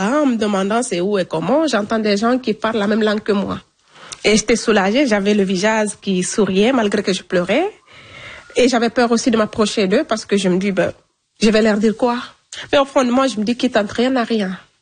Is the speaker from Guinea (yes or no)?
yes; Guinea; Je vous assure, même l'eau n'avait pas de goût chez moi. Parce qu'ici, il y a le calcaire, mais chez nous, en Guinée, il n'y a pas de calcaire.